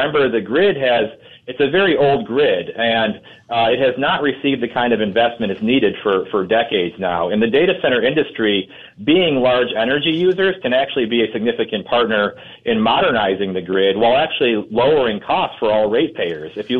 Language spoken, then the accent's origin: English; Chicago, Illinois, United States; accent: Chicago; That may be my Chicago accent